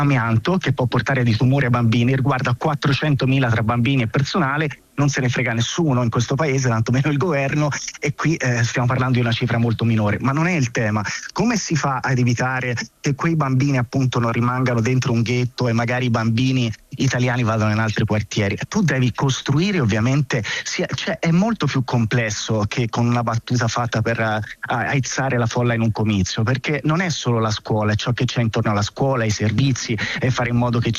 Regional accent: Prato, Tuscany, Italy; now in Rome, Italy; così come io sono originario di Prato, che è, come sapete, uno dei casi nazionali in cui ci sono più stranieri assieme a Milano

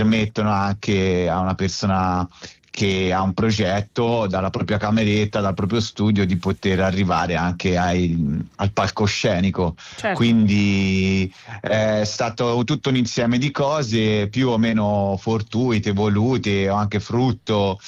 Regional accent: Tuscany, Italy; cioè io chiamo babbo, sono toscano, papà.

